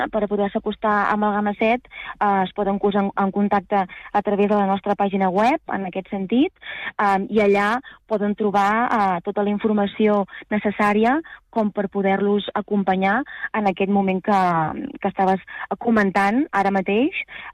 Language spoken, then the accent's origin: Catalan; El Pla de Santa Maria, Catalonia, Spain; Jo sóc del Pla de Santa Maria, just al costat, i la veritat és que tenim una gran riquesa cultural, patrimoni mundial de la humanitat, en grans llocs, com pot ser Tarragona